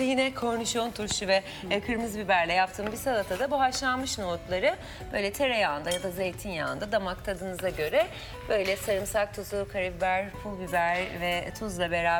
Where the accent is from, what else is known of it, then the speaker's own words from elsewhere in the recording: Nazilli, Aydın, Turkey; moved away; biz de Ege'liyiz ya, Nazilli'liyiz.